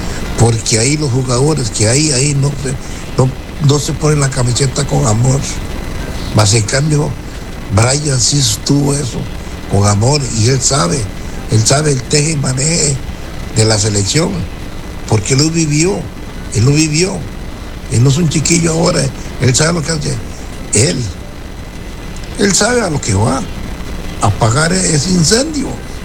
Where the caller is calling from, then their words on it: Costa Rica; No digamos que somos de la liga, que somos de Zapriza, no, somos Costa Rica.